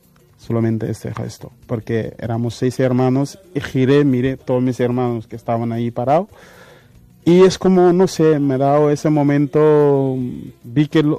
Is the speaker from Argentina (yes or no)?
no; Senegal; yo por defecto soy de Senegal, pero la mitad de mi familia es gambiana.